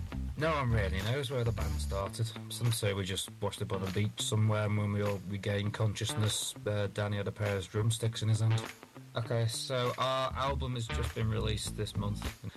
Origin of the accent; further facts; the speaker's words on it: North West England, United Kingdom; The band is called … We're from Merseyside.